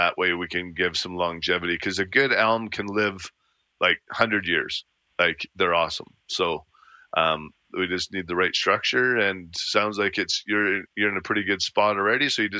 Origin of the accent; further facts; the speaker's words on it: Calgary, Alberta, Canada; I grew up in Bowness